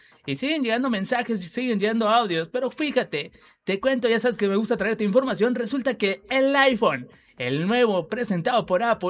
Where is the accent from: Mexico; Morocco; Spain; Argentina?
Mexico; Sinaloa; born there; moved away; Saludos, un abrazo enorme a mi tierra sagrada, a mi tierra bella. Ya sabes que yo nací allá, pero ya tengo toda la vida por acá